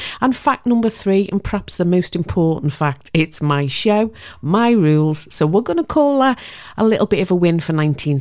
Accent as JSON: {"language": "English", "town": "Liverpool", "region": "North West England", "country": "United Kingdom", "said": "I don't know whether or not you've noticed, listeners, but I'm from Liverpool. Who'd have thought it, with my cut-glass English accent?"}